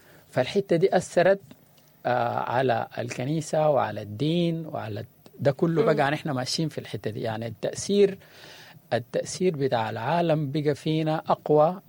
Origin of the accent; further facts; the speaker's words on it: Sudan; اللي نحن عايشينه يعني كسودانيين